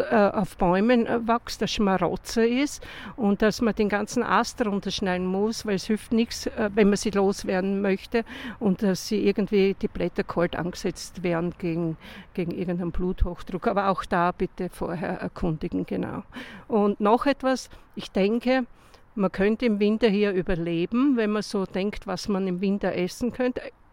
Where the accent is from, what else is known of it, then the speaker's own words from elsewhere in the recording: Jamm, Styria, Austria; moved away; ich komme auch aus Jam bei St. Anna am Maigen.